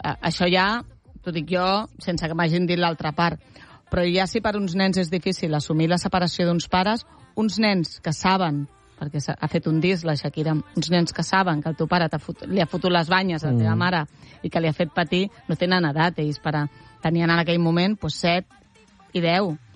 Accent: Catalonia, Spain; Com som els catalans, ens contentem, eh?

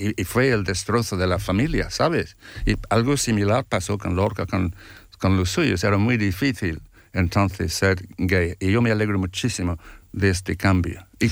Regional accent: Ireland; yo soy, digamos, irlandés, un poco celta

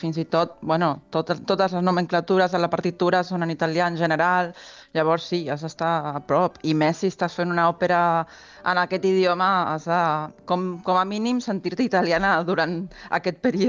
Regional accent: Argentina; Catalan is a second language; moved away as an adult; Clar, al principi va ser un xoc, perquè tenia 20 anys i fa molt d'això també. Llavors, bueno, des del meu barri d'Argentina, arribar aquí, el tema de l'idioma em quedava com molt lluny, no?

